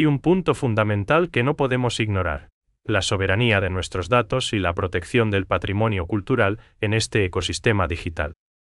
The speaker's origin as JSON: {"language": "Spanish", "country": "Paraguay", "said": "nosotros, como sociedad paraguaya"}